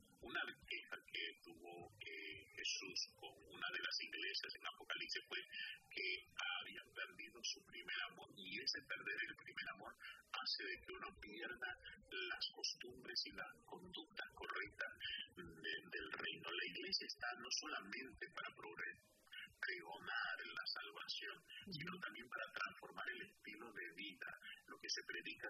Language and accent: Spanish; Peru; now in United States